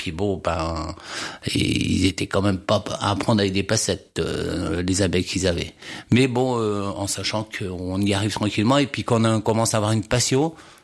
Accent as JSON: {"language": "French", "town": "Chartres", "region": "Centre-Val de Loire", "country": "France", "said": "Oui, je suis originaire de Chartres."}